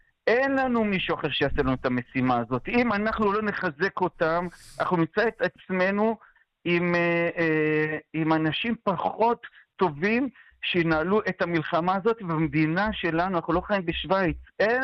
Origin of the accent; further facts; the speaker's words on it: Jerusalem, Jerusalem District, Israel; צריך לשמור על הדברים שבקונצנזוס שאני גדלתי עליהם כירושלמי, בסדר? אני נולדתי בתוך בית קפה, בסדר? בתוך ירושלים, בצטרום של הצטרום, ולימים התאהבתי בהתיישבות